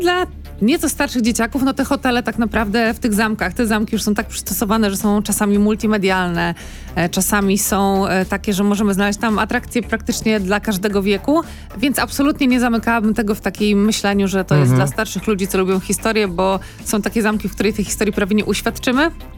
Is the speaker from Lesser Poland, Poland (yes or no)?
no; Gdańsk, Pomeranian Voivodeship, Poland; Jako gdańszczanka